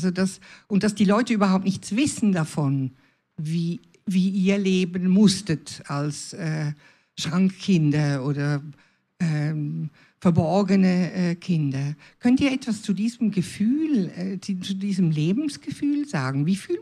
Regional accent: Switzerland; Ich selbst bin Tochter einer Italienerin, bin aber als Schweizer Kind aufgewachsen in der Schweiz, weil mein Vater eben Schweizer war.

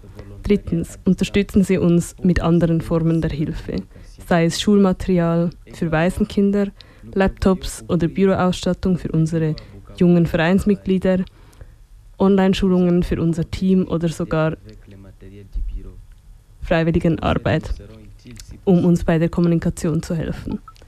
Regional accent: DR Congo; Ich komme aus dem Osten der Demokratischen Republik Kongo, einer Region, die seit mehreren Jahrzehnten unter den dramatischen Folgen bewaffneter Konflikte leidet.

